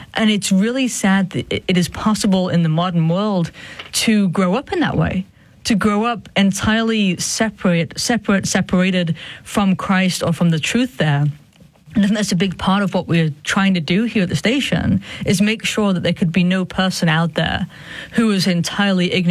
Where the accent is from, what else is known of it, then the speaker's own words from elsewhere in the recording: England, United Kingdom; I was growing up in England, and you over in the U.S.